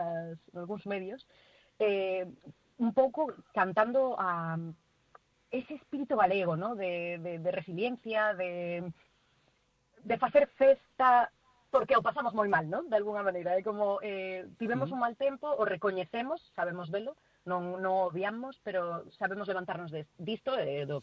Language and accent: Galician; Galicia, Spain; A xente que somos daqui de Galicia sabemos que esos son paraxes galegos